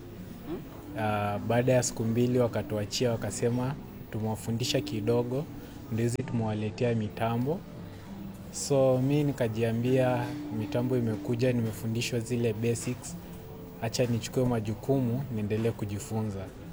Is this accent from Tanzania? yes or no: no; Nairobi, Kenya; Nimelelewa Kibra, Nairobi.